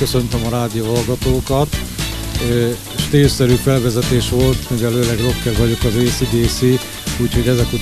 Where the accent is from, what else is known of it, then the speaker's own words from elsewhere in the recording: Csorna, Győr-Moson-Sopron, Hungary; én Győr-Moson-Sopron megyébe születtem Csornán, és a mai napig is ott élek a Rába közbe.